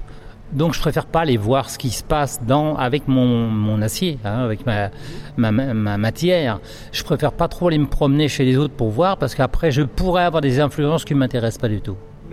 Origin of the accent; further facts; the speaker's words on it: Castillon-du-Gard, Occitanie, France; je viens de Castillon-du-Gard, juste à côté du pont du Gard, mais vraiment à côté. Et j'ai un atelier qui fait 350 m², donc un grand atelier dans lequel je vis.